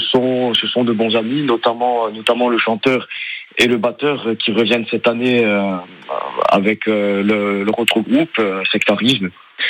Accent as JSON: {"language": "French", "region": "Corsica", "country": "France", "said": "chez nous en Corse"}